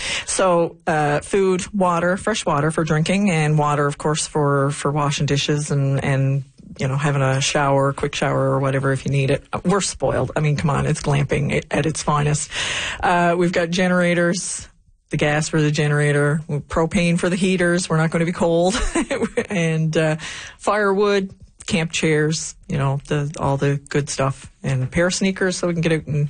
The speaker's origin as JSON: {"language": "English", "town": "Wabush", "region": "Newfoundland and Labrador", "country": "Canada", "tie": "born or raised there", "moved": "as an adult", "lives_now": "Happy Valley-Goose Bay, Canada", "said": "I grew up in Wabush. I moved away for a few years. Then I came back to Labrador"}